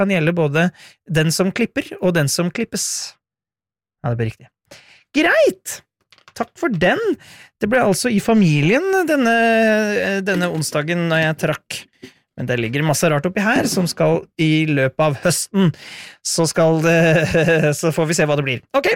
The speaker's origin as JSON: {"language": "Norwegian", "region": "Innlandet", "country": "Norway", "accent": "Eastern Norwegian", "said": "jeg kommer egentlig fra Hedmarken, men har aldri snakket hedmarksdialekt sånn... Jeg kan gjøre det hvis jeg vil, men det ikke det. Hvis munnen bare har lyst til å gjøre den vil, så snakker den østlandsdialekt."}